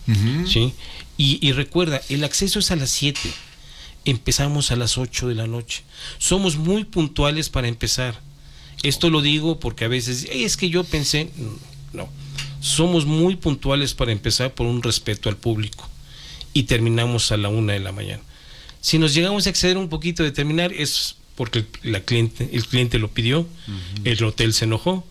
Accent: Mexico; Como mexicanos, nuestra música es el mariachi.

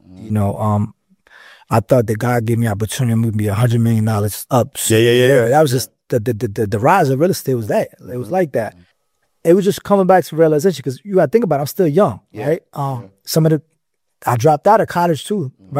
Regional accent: Jersey City, New Jersey, United States; moved away as an adult; now in Atlanta, United States; I came, I caught a little situation in Jersey. I'm from Jersey City, mainly.

